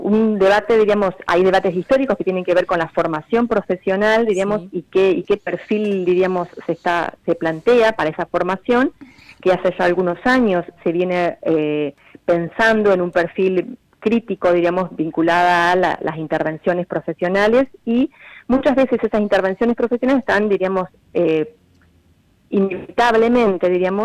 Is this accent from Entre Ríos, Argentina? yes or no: yes; Villaguay, Entre Ríos, Argentina; yo soy de Villahuay, por ahí Villahuay, algo de costa del Uruguay